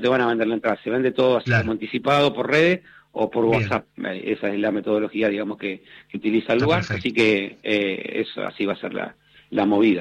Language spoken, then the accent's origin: Spanish; Argentina; y no aflojemos, muchachos, que somos argentinos hasta la médula.